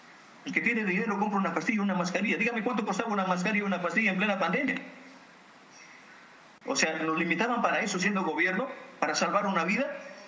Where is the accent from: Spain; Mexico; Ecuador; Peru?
Peru; vengo del Perú profundo, vengo de donde viene la necesidad